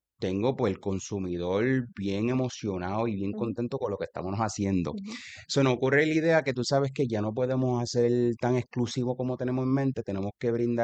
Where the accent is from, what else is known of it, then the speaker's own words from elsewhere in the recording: Puerto Rico; tenía que representarme a mí como boricua